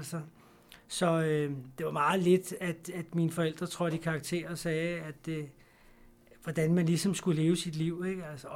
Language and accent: Danish; Vangede, Capital Region of Denmark, Denmark; also born or lived in Copenhagen; Jeg er opvokset i Vanget.